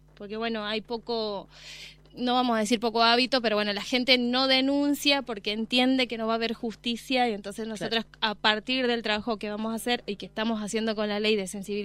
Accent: Salta, Argentina; Soy de Salta.

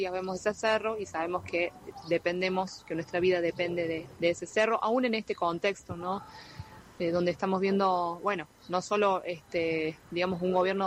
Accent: La Rioja, Argentina; integro la Asamblea por la Vida de Chilecito y la colectiva de mujeres defensoras del agua del Famatina. Venimos de la provincia de La Rioja

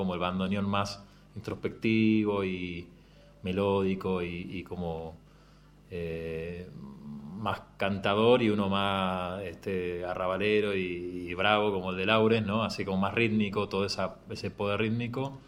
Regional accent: Buenos Aires, Argentina; now in San Luis, Argentina; yo soy de Buenos Aires, pero vivo en San Luis, ¿no? Viviendo en el interior, descubro que hubo muy buenos bandoneonistas en todos lados, ¿no?

